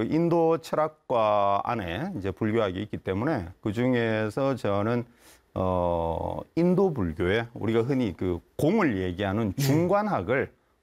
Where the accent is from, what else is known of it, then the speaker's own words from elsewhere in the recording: Yeongju, North Gyeongsang, South Korea; 저는 경북 영주가 제 고향입니다.